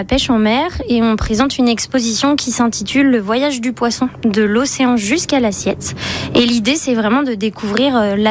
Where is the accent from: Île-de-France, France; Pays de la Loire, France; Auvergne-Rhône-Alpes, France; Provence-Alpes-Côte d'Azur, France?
Pays de la Loire, France; Saint-Gilles-Croix-de-Vie